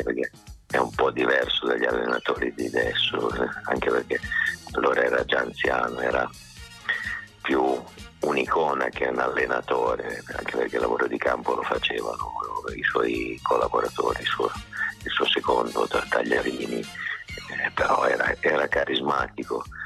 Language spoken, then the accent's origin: Italian; Emilia-Romagna, Italy; moved away as an adult; andai a giocare a Foggia, che era la prima volta che uscivo dal mio paese, dalla mia regione, dalla Romagna.